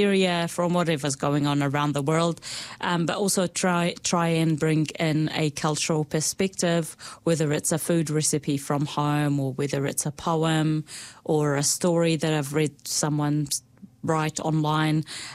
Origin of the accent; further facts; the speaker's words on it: Hebron, Hebron Governorate, Palestine; moved away as an adult; now in New Zealand; Yes, well … I come from Hebron, Palestine. I have been in New Zealand for since 2008. I turned 31 yesterday.